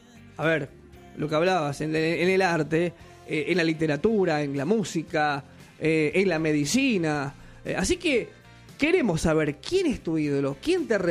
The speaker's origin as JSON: {"language": "Spanish", "country": "Argentina", "said": "somos los argentinos de tener esa clase de pensamientos"}